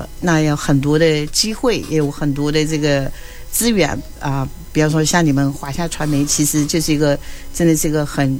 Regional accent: China; moved away; 我们中国人

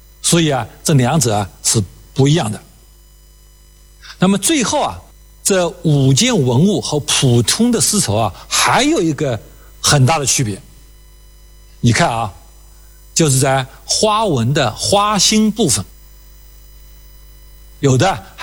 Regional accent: China; 我们中国人

